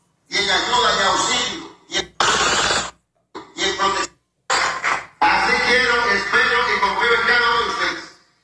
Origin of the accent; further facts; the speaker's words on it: Dominican Republic; somos hijos de la República Dominicana.